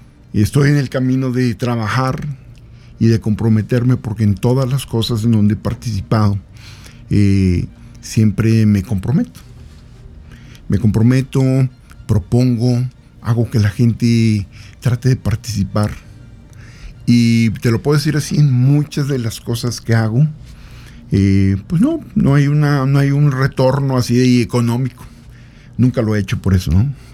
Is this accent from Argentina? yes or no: no; San Luis Potosí, Mexico; also born or lived in Monterrey; soy de aquí de San Luis Potosí